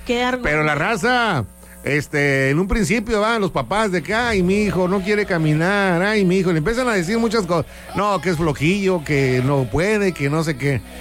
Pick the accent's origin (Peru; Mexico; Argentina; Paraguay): Mexico; Soy mexicano. Soy Mexican. Soy mexicano.